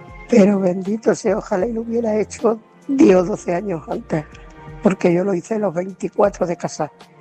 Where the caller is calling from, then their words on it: Ciudad Real, Castilla-La Mancha, Spain; Buenas noches, Álvaro. Buenas noches, oyentes. … de Ciudad Real.